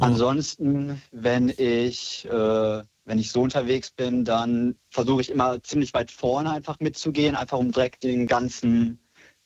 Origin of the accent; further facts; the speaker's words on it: Solingen, North Rhine-Westphalia, Germany; Also hier in meiner Heimatstadt, Solingen, da ist der CSD so ein bisschen gewachsen